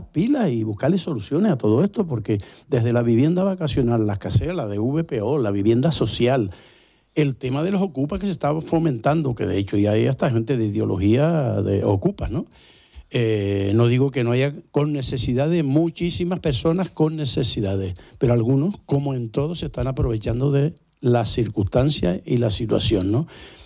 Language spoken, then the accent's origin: Spanish; Spain; como español de pleno derecho